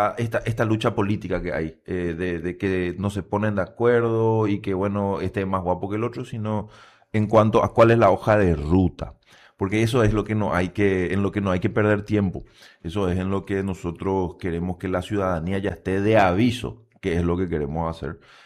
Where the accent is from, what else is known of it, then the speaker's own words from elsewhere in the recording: Encarnación, Itapúa, Paraguay; El barrio San Pedro, que es de donde vengo